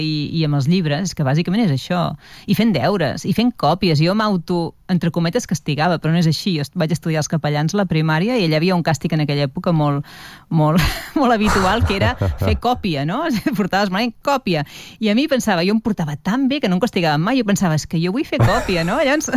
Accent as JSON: {"language": "Catalan", "town": "Vilafranca del Penedès", "region": "Catalonia", "country": "Spain", "tie": "born or raised there", "also_born_or_lived": "Barcelona", "said": "Vam marxar de Barcelona per feina, suposo, per feina del meu pare. Sí, vam anar a parar a Vilafranca del Penedès"}